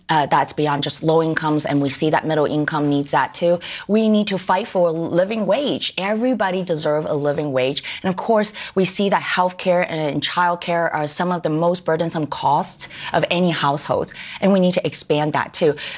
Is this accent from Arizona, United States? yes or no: no; San Francisco, California, United States; I grew up in San Francisco, came to San Francisco's Chinatown when I was 13 years old with my single mom and a younger brother.